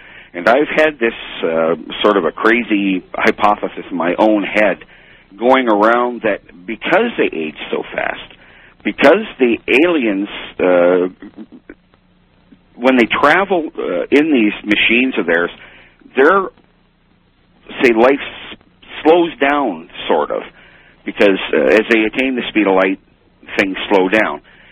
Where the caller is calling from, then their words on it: Windsor, Ontario, Canada; from Windsor, Ontario, Canada